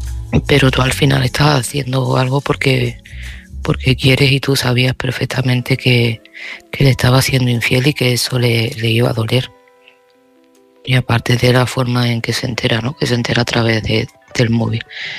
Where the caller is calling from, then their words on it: Seville, Andalusia, Spain; de Sevilla